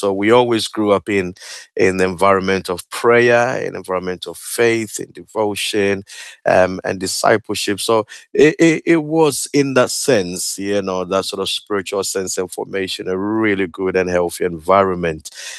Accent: Kumasi, Ashanti, Ghana; born there; I was born in Ghana, in a beautiful city called Kumasi. That's sort of the second capital of Ghana, for any of your listeners who may know, a nice West African country. And I was born in a Christian home.

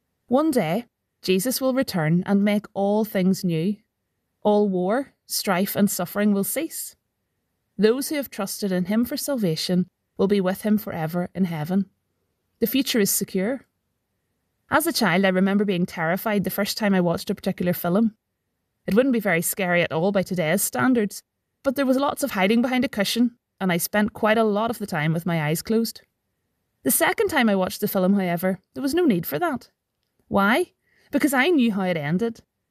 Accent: Northern Ireland, United Kingdom; Growing up in Northern Ireland, I've always been incredibly aware of that.

